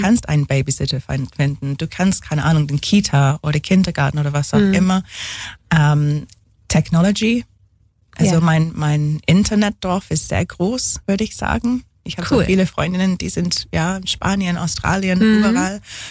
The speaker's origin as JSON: {"language": "German", "region": "England", "country": "United Kingdom", "second_language": "German", "moved": "as an adult", "lives_now": "Ulm, Germany", "said": "Meine Familie, ich bin Engländerin, meine Familie ist in England, in London meistens."}